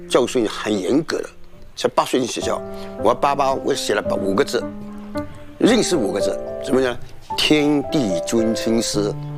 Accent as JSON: {"language": "Chinese", "country": "China", "tie": "born or raised there", "said": "我是土生土长"}